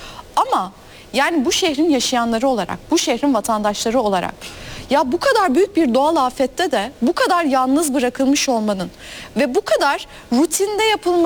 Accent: Istanbul, Turkey; bir İstanbullu olarak konuşuyorum.

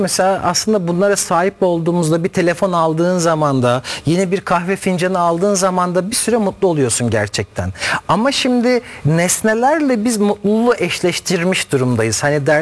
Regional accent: Bala, Ankara, Turkey; Ben Ankara Bayla'lıyım. Ankara Bayla'dan diyorum bir Kenan çıkmış diyorum, bir Beyhan çıkmış.

